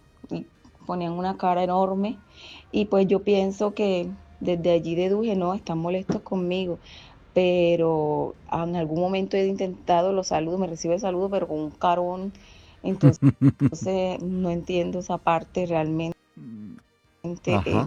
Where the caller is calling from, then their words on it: Magangué, Bolívar, Colombia; soy de Magangué, Bolívar.